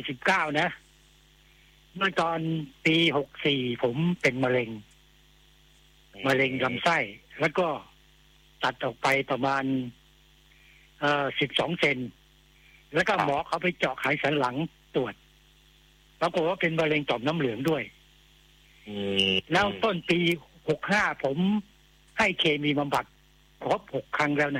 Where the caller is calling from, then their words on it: Khon Kaen, Thailand; ขอนแก่นครับ